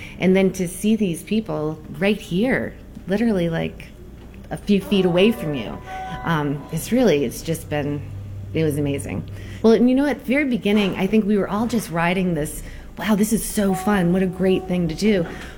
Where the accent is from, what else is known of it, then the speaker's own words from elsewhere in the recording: Bethel, Maine, United States; also born or lived in Boston; I grew up in Bethel, Maine. And I moved away, went to school in Boston, and then ended up back. And I back in Maine, and I was living in Brownfield